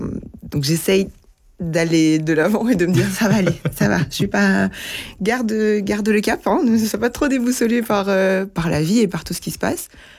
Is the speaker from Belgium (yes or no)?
yes; Brussels, Brussels-Capital Region, Belgium; also born or lived in Kinshasa, DR Congo; j'ai grandi à Bruxelles finalement, la majorité de ma scolarité, toute ma scolarité au final je l'ai fait à Bruxelles, l'université aussi. Donc voilà, j'ajoute aussi l'identité bruxelloise forcément à tout ça.